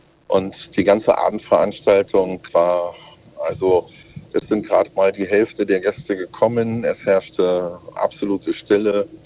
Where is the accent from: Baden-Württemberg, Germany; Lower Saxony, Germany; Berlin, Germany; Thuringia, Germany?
Berlin, Germany; ich komme aus Berlin.